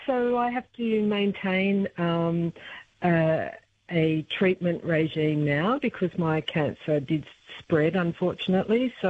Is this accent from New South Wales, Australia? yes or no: yes; Armidale, New South Wales, Australia; growing up in Armidale in a family that, you know, cared a lot about social justice and went to a school, O'Connor, that, you know, was very focused on social justice issues.